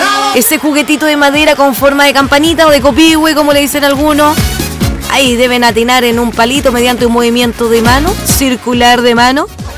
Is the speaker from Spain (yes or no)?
no; Chile; yo soy buena chilena